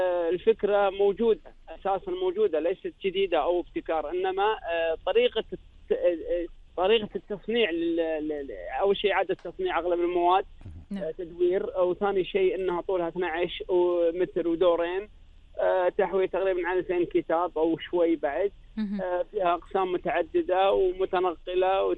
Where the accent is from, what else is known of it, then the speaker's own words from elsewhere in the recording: Kuwait; أنا صراحة ما أفتخر بالأمر أني أنا كويتي سويت كذا كذا،